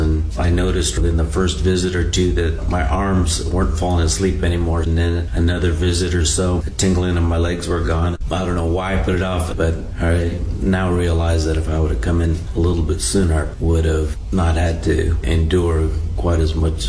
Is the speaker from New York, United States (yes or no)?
no; Carlton, Oregon, United States; I'm from Carlton, Oregon.